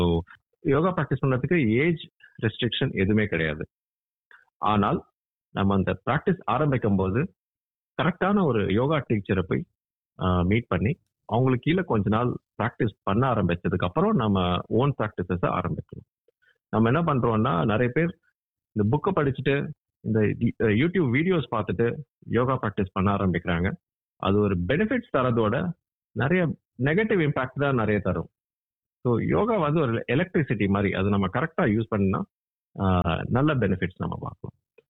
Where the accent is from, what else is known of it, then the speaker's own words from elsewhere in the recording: India; moved away as an adult; now in Australia; நான் இந்தியாவில் தான் பிறந்து வளர்ந்தேன்.